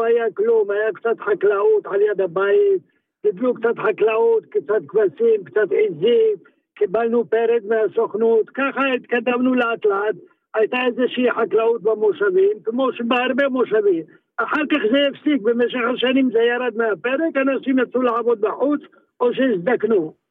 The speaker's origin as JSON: {"language": "Hebrew", "town": "Tzemach", "region": "Northern District", "country": "Israel", "tie": "born or raised there", "said": "גדלתי פה בארץ, הזיכרונות שלי רק מהמעברה בצמח."}